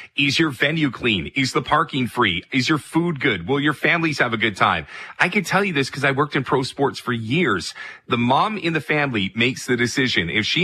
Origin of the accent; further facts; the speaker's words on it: Toronto, Ontario, Canada; moved away as an adult; now in Vancouver, Canada; I am from Toronto, but I moved here when I was 20 years old, so I feel like I'm more Vancouver than I am Toronto. I call myself a Vancouverite, but my allegiance and my sports teams will always be Toronto